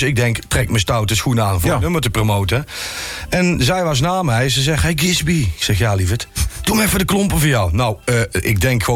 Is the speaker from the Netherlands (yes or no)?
yes; Limburg, Netherlands; also born or lived in Heerlen; Ik als Limburger versta dat nog.